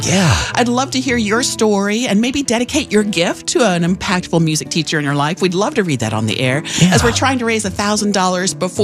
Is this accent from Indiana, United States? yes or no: yes; Indianapolis, Indiana, United States; I grew up in Indianapolis.